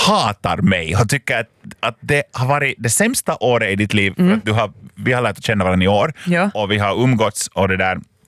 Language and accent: Swedish; Finland; Min hemby heter Linkoski